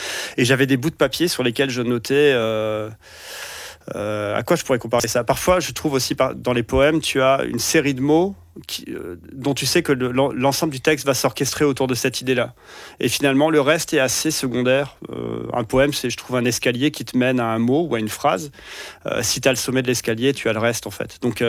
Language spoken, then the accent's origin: French; France; moved away as an adult; now in Belgium; moi je suis français à la base, je suis installé en Belgique depuis une quinzaine d'années.